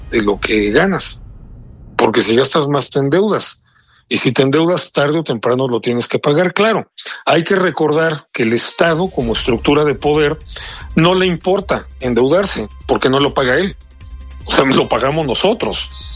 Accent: Mexico

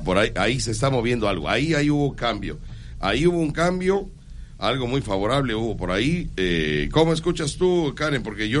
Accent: Mexico; Somos mexicanos, venimos felices el día de hoy, aterrizando desde Jalapa.

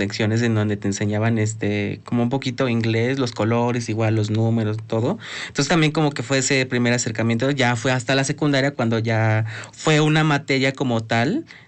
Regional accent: Mexico; accent: cantadito

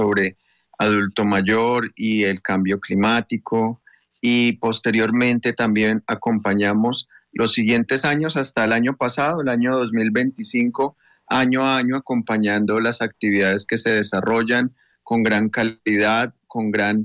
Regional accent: Colombia; now in Brazil; soy colombiano y actualmente vivo en Brasil.

